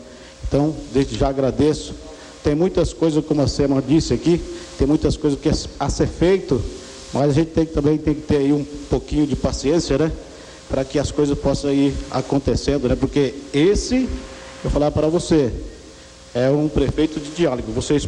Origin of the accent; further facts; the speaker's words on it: Nova Canaã do Norte, Mato Grosso, Brazil; Eu tenho 9 anos, sou 9 anos mais velho do que Nova Canaã. Tenho 49 anos. Eu nasci em Nova Canaã. Então, a gente tem orgulho de ser um canaense, né? Nasci aqui. Quando eu nasci, Canaã nem existia, praticamente, né? Praticamente aí um ano. Então, eu sou filho de Nova Canaã